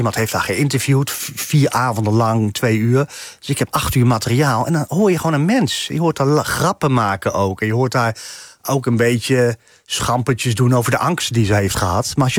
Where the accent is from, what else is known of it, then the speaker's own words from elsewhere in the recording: Utrecht, Netherlands; Ik ben een Utrechter. Ik groeide op in Utrecht.